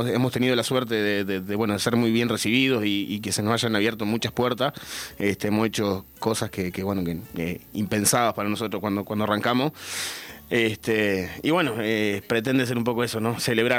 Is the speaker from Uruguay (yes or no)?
yes; Treinta y Tres, Uruguay; also born or lived in Melo, Cerro Largo; Yo soy prestado ya, porque si bien nací en Melo, la realidad es que me crié muy, muy cerca. O sea, lo más cerca que tenía era Santa Clara. Entonces, desde chiquito, bueno, siempre los vínculos, la familia, los amigos, el liceo, todo, ¿viste? Entonces, de alguna manera soy medio adoptivo ya.